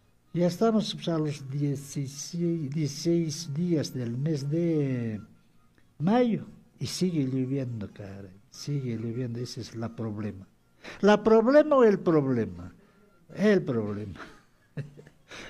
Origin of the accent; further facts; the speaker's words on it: Acomayo, Cusco, Peru; moved away; Llegamos a mi tierra santa, mi Acomayo querido